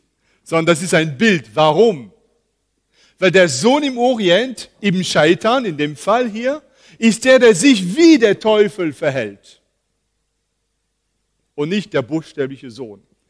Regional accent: Paris, Île-de-France, France; moved away; Ich bin selber in Paris aufgewachsen und mein Vater arbeitete in einem jüdischen Viertel. Und damals gingen wir immer unsere Wurst kaufen, weil wir als bibeltreue Christen kein Schweinefleisch essen.

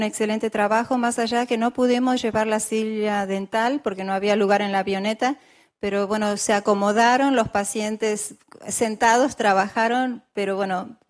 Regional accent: Argentina; moved away as an adult; also born or lived in Córdoba, Argentina; now in Bolivia; Sí, soy argentina. Estudié en la Universidad Nacional de Córdoba, en Argentina, la licenciatura en kinesiología y fisioterapia.

